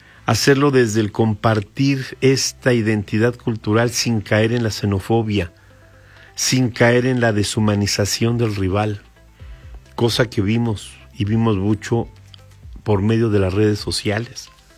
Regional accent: Mexico

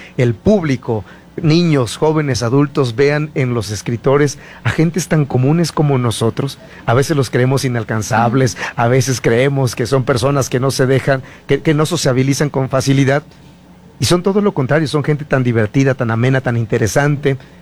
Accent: Misantla, Veracruz, Mexico; soy docente, soy director de una escuela secundaria allá en mi tierra, soy de Misantla, Veracruz.

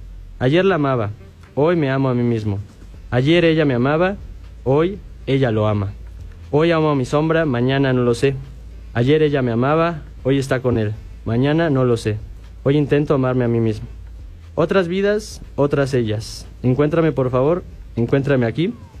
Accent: State of Mexico, Mexico; now in Pachuca, Mexico; Bueno, soy originario del Estado de México, pero radico en Pachuca.

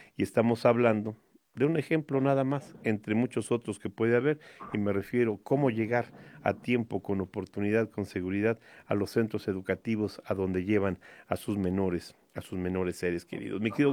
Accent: Hidalgo, Mexico; pero ¿qué somos como hidalguenses al tener una universidad como esta en el concierto de la educación nacional

